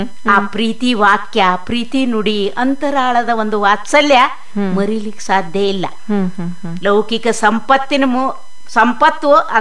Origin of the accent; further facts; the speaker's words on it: Bagalkot, Karnataka, India; born there; now in Belagavi, India; ನನ್ನ ಬಾಲ್ಯದಲ್ಲಿ ನಾನು ಸಕ್ರಿ ಹೈಸ್ಕೂಲ್ ಬಾಗಲಕೋಟದಲ್ಲಿ ಪ್ರೈಮರಿ